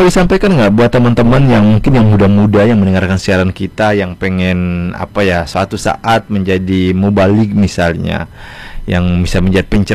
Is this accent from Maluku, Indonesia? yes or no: yes; Ambon, Maluku, Indonesia; kita orang Ambon yang menuntut ilmu di sumber kejauhan itu.